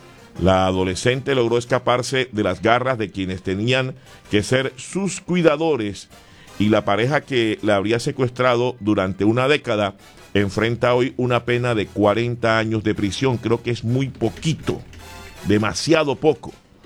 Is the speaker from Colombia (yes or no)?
yes; Colombia